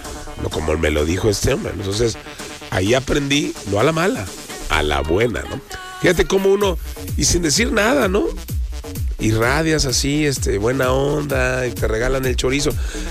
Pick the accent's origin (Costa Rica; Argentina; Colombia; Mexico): Mexico; no, si soy mexicano